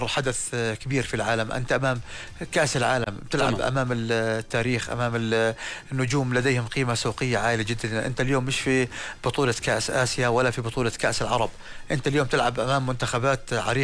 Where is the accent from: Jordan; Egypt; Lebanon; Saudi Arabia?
Jordan; عندنا بالأردن